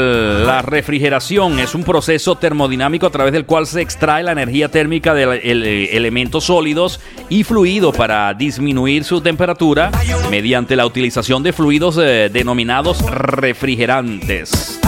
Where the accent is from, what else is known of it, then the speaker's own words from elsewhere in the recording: Venezuela; now in Spain; soy un ciudadano venezolano.